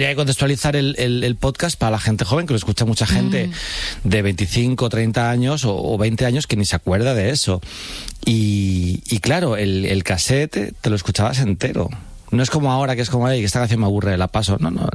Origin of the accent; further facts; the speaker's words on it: Alcorcón, Community of Madrid, Spain; Cuando decían, ¿tú de dónde eres? Yo decía, Alcorcón.